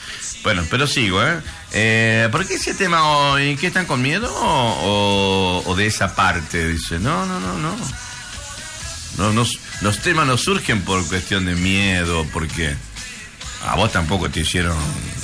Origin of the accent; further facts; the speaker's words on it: Campo Santo, Salta, Argentina; la gente de Camposanto, mi pueblo.